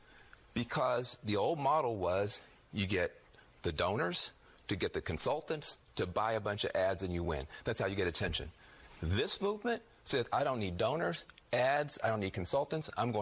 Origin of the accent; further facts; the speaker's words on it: Jackson, Tennessee, United States; Look, this is the whole ball of wax. I'm from Jackson, Tennessee.